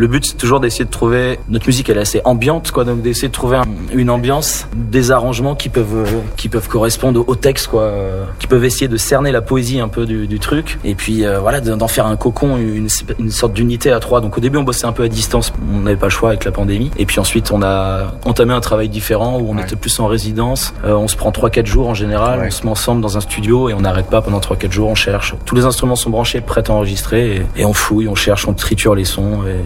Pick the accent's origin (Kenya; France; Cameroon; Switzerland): France; Brittany; On vient de Bretagne.